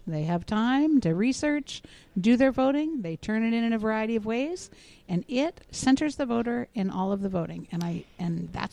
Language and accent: English; Oregon, United States; I'm from Oregon